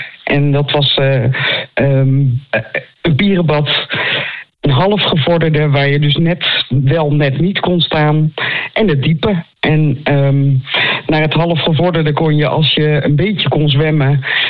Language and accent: Dutch; Groenekan, Utrecht, Netherlands; Ik ben wat de kikker in Groenekan, mijn geboortedorp.